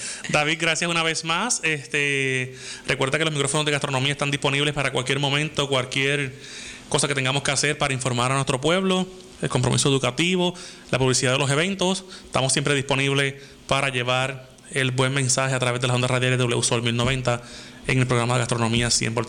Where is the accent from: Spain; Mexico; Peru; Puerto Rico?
Puerto Rico; Lajas; mi pueblo Laja